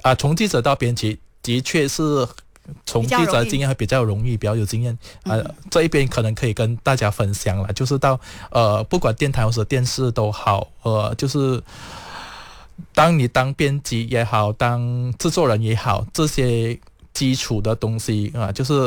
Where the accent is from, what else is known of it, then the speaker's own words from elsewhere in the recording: Kuching, Sarawak, Malaysia; moved away; 那我本身是来自沙拉越古晋，